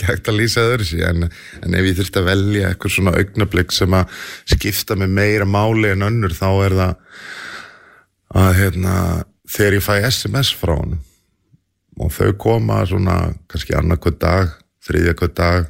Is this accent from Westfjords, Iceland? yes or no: yes; Flateyri, Westfjords, Iceland; Þá var ég kokkur á vagninum á Flateyri, ég er frá Flateyri.